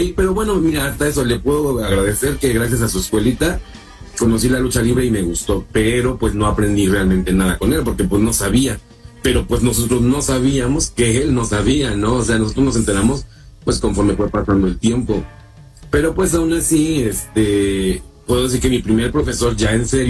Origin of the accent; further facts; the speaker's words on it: Xico, Veracruz, Mexico; now in Mexico City, Mexico; y pues también soy de Jico, Veracruz. La verdad, pues estoy viviendo en Ciudad de México